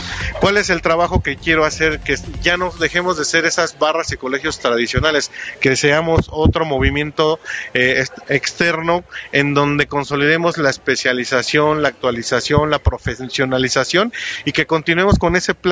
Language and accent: Spanish; State of Mexico, Mexico; yo soy del Estado de México.